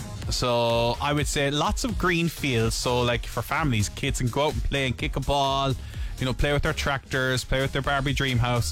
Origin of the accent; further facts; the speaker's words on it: Cork, Munster, Ireland; I'm from Cork. I grew up in Cork.